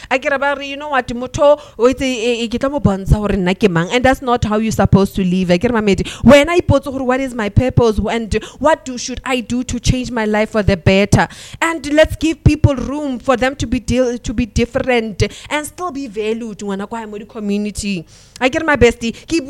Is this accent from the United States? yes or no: no; South Africa; I love being a South African.